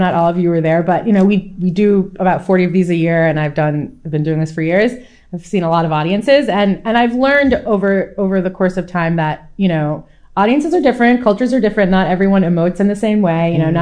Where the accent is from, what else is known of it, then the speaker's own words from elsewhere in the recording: New York, United States; I grew up in New York. I grew up going to shows in New York